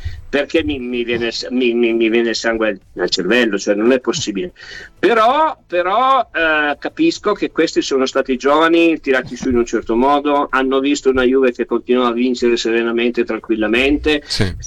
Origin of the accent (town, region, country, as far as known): Turin, Piedmont, Italy; born or raised there